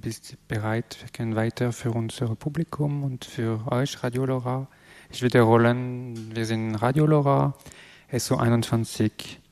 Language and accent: German; France; accent: French; German is a second language; moved away; mit meinem französischen Akzent